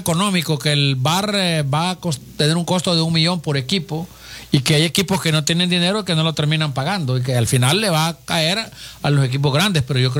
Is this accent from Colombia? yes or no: no; Puerto Cortés, Cortés, Honduras; now in San Pedro Sula, Honduras; yo soy porteño.